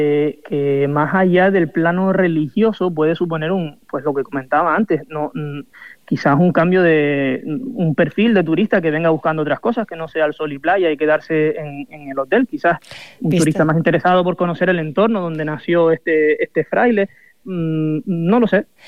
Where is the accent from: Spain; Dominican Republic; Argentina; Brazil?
Spain; Canary Islands; Que está cada vez más en riesgo esa identidad de lo que somos los canarios y quiénes hemos sido y a dónde queremos llegar.